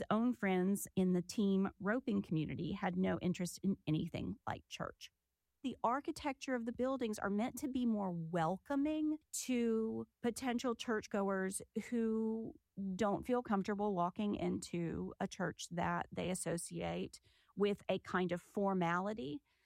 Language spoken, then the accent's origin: English; Texas, United States; moved away; as we might put it in Texas, I grew up in West Texas